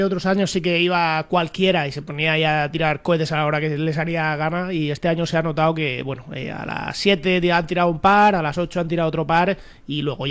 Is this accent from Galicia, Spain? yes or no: no; Cox, Valencian Community, Spain; yo soy de Cox